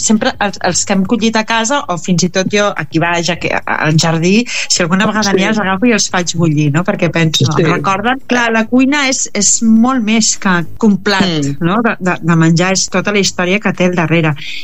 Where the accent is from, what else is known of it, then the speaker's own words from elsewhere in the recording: Catalonia, Spain; Som nosaltres. Totalment. I penso que cada plat és som els catalans.